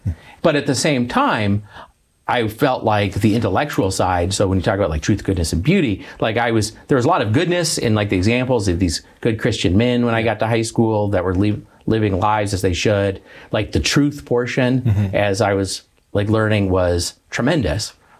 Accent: Tucson, Arizona, United States; also born or lived in Santa Barbara, United States; Yeah, I grew up in Tucson, Arizona.

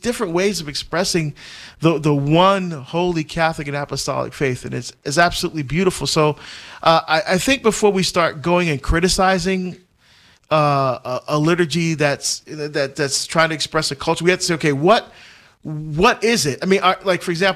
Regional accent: Barbados; born there; moved away; We're African American. See? Uh-huh. Although I'm not, I mean, I was born in Barbados

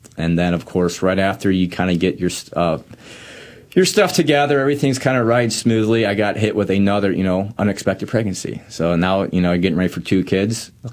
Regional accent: Ferguson, Missouri, United States; I'm from Ferguson. My parents are both from really? Ferguson, Missouri. So we grew up at a parish that I still call it.

